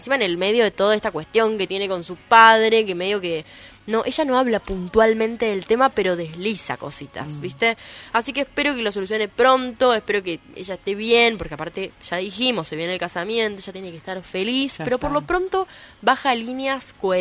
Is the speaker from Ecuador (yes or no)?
no; Argentina; porque somos argentinos y porque lo amamos mucho.